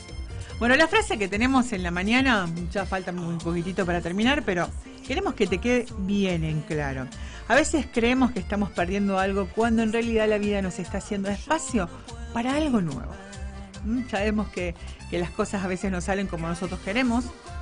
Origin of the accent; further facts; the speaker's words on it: Córdoba, Argentina